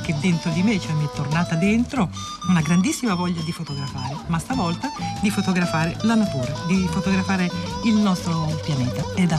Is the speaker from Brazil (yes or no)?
yes; Brazil; Siamo tornati in Brasile, il mio paese natale.